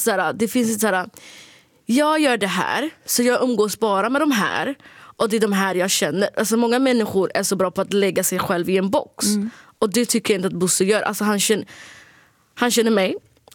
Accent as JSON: {"language": "Swedish", "country": "Sweden", "accent": "Standard Swedish", "said": "Jag tycker att jag pratar rikssvenska liksom."}